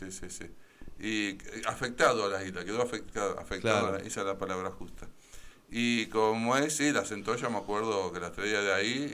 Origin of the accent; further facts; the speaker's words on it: Lobería, Buenos Aires Province, Argentina; moved away; yo me tengo muchos recuerdos de mi pueblo, en la Lobería se juega mucho a las bochas.